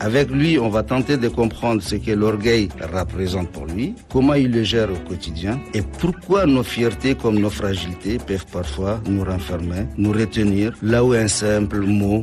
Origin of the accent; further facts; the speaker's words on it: Chad; Justement, en parlant d'enfants, par exemple, chez nous au Tchad, très souvent, quand on est petit